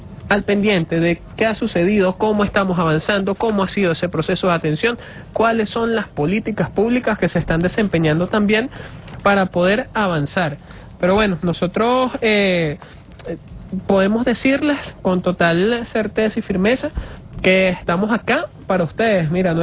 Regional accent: Venezuela; Lo que sí es que nosotros, como venezolanos, como venezolanas, nos mantenemos, mira, al pendiente 24/7 con todo tipo de apoyo.

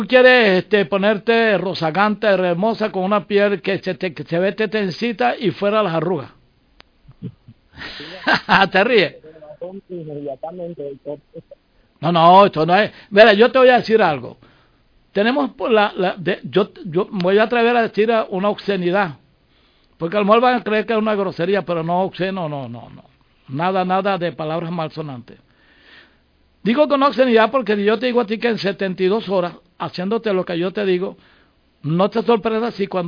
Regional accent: Venezuela; no somos guyaneses, no, señor. Yo soy venezolano al 1000 por 1. Donde el sol nace en candela y se prende para todo el mundo.

